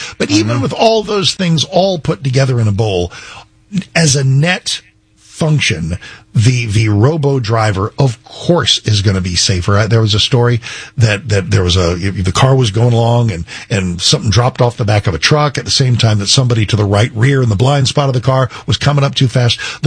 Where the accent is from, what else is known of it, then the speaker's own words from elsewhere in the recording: Texas, United States; I said, please, I'm from Texas. I'm a man.